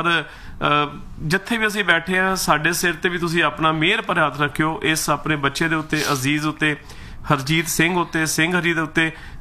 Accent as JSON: {"language": "Punjabi", "town": "Nakodar", "region": "Punjab", "country": "India", "moved": "yes", "said": "ਮੈਂ ਤਾਂ ਨਕੋਦਰ ਤੋਂ ਆ"}